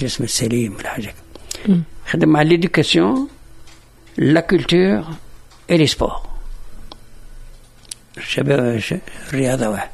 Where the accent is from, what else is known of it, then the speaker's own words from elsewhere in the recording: Tunis, Tunis Governorate, Tunisia; كل قدرنا مشينا القفصة احنا ساعة كنا من تونس.